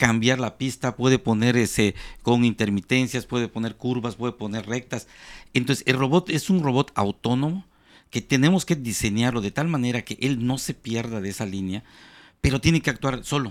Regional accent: Yucatán, Mexico; tenemos la combinación de maya, somos orgullosos, yucatecos y todo.

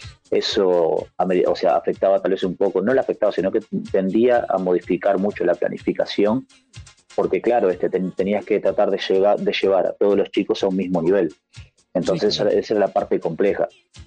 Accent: Montevideo, Uruguay; yo soy del Cerro, hicimos baby fútbol ahí en lo que sería Sauce

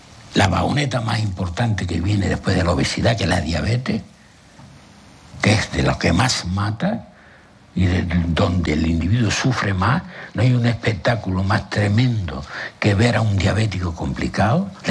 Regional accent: Canary Islands, Spain; los canarios somos los españoles que menos años vivimos con salud

